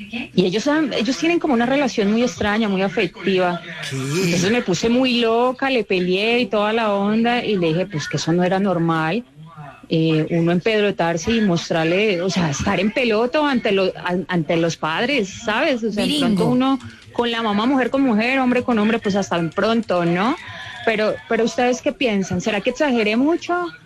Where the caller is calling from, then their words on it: Mexico; Les hablo desde México.